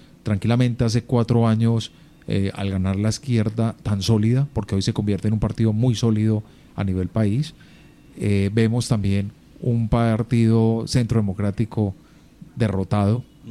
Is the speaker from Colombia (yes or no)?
yes; Colombia; los colombianos debemos ejercer nuestro derecho al voto